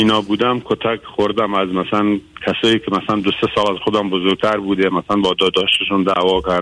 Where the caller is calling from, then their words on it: Iran; من از ایران هستم، از ایران زنگ زدم. 56 سالمه، فرزند سوم خانواده هستم.